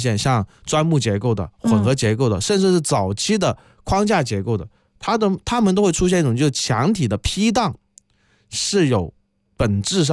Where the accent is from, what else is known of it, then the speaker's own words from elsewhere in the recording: Guangdong, China; 我们广东人